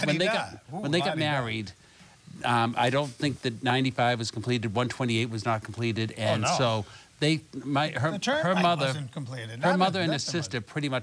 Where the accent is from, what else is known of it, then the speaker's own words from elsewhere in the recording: Franklin, Massachusetts, United States; also born or lived in Dorchester; But I grew up in Franklin, and I think, you know, traveling from Franklin to Dorchester while my mother was waiting for us to be born must have been quite a trip.